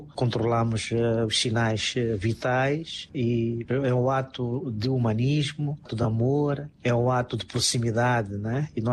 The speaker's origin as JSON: {"language": "Portuguese", "country": "Mozambique", "said": "conseguimos doar as nossas mãos e salvar uma vida, e isto nos orgulha como moçambicanos."}